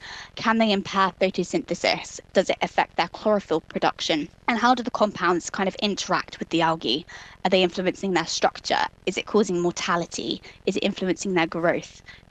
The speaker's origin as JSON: {"language": "English", "region": "South West England", "country": "United Kingdom", "tie": "born or raised there"}